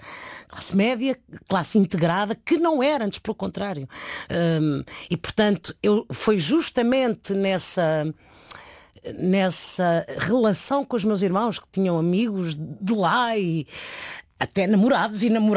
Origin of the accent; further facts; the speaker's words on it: Beira, Sofala, Mozambique; born there; conheci na Beira, ainda na altura destruída, o hospital onde nasci, o Macuti